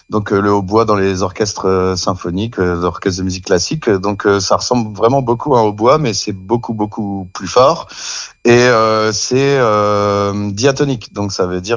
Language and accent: French; Marcq-en-Barœul, Hauts-de-France, France; moved away as an adult; also born or lived in La Madeleine / Douai; now in Brittany, France; À la base, je suis ch'ti, donc j'arrive de Lille. Je suis né à Marc-en-Barœul, dans le nord de la France. Et j'ai commencé la musique vers l'âge de 5-6 ans à l'école de musique d'abord de la Madeleine, la ville où j'habitais.